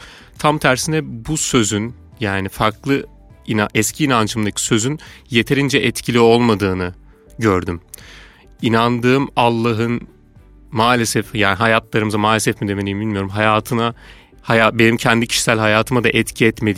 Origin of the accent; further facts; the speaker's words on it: Malatya, Turkey; 27 yaşındayım, Malatyalıyım. Sunni bir geçmişe sahibim.